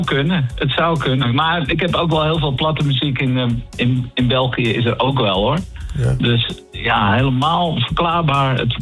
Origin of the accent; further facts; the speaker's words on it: Hillegom, South Holland, Netherlands; Ik kom uit Hillegom